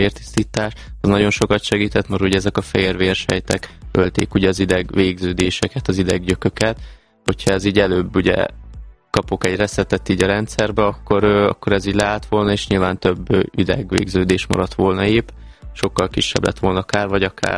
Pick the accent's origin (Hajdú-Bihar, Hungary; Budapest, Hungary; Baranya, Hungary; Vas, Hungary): Baranya, Hungary; Nagyváty; ugye a apukám maradt otthon a bátyámmal ugye Pécs mellett, Nagyvátyon, ugye a szülőfalumba